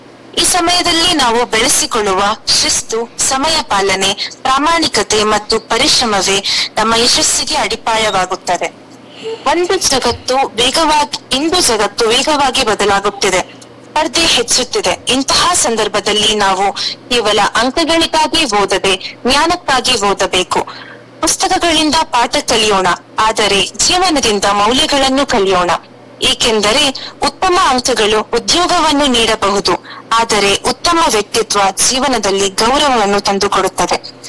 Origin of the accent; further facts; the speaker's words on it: Soppugudde, Karnataka, India; ಸೊಪ್ಪುಗುಡ್ಡೆ.